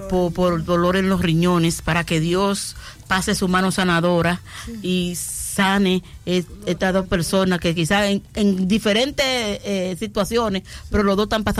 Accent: Dominican Republic; yo no soy del centro de la ciudad, yo soy de Villaverde.

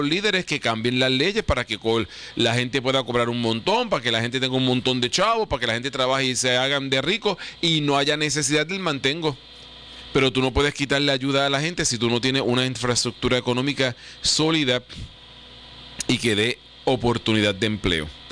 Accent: Puerto Rico; yo no quiero ver a mi pueblo, a mi país, a mi gente con necesidades de alimentación

